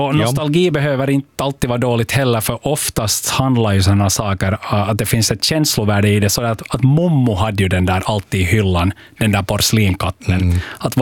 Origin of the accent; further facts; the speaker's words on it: Finland; Men det som vi finländare är bra på är ju att hamstra.